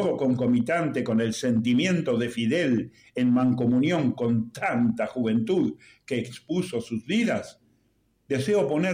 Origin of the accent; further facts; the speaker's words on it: Argentina; moved away; mi tierra natal, Argentina.